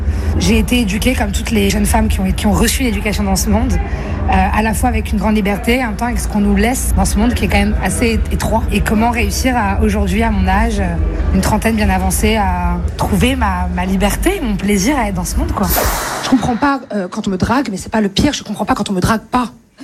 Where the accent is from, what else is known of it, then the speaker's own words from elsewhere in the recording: Nice, Provence-Alpes-Côte d'Azur, France; moved away as an adult; Je suis née à Nice. J'ai grandi à Nice jusqu'à mes 18 ans, quasiment. Ma mère est toujours à Nice, mon père est un Cannois.